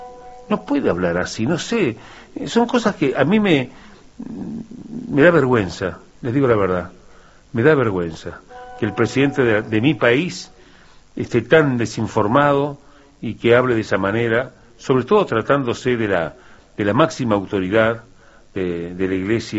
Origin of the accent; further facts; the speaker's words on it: Uruguay; como uruguayo me da vergüenza